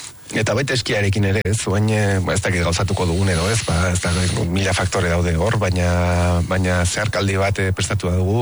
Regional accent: Etxauri, Navarre, Spain; Bai, ba, netzako etxauri, jo, nire etxea da, eta ez dakit, hemen hazi naiz eskalatzaile bezala

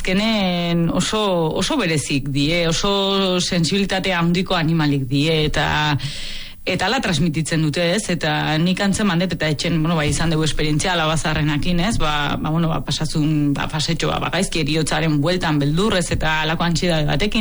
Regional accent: Gaztelu, Basque Country, Spain; born there; gurasok, bueno, ba, gaztelun bizi ginen

